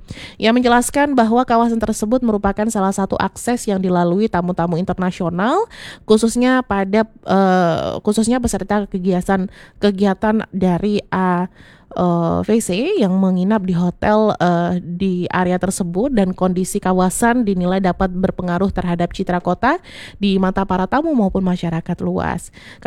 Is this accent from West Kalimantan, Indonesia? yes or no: yes; Pontianak, West Kalimantan, Indonesia; kita warga Pontianak